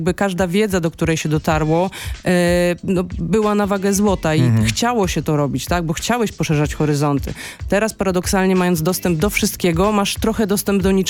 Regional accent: Masovian Voivodeship, Poland; ja nie jestem z Warszawy, tak? Ja, znaczy, co prawda, no niedaleko Warszawy jest mój dom rodzinny

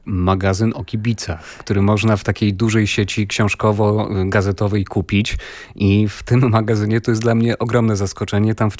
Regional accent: Rzeszów, Subcarpathian Voivodeship, Poland; sam pochodzę z miasta 200-tysięcznego

